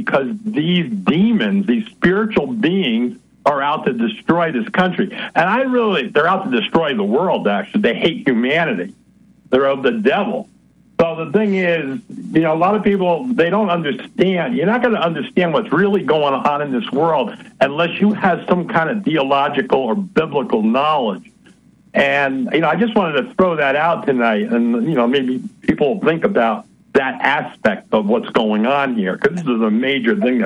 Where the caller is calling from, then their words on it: New York, United States; in New York.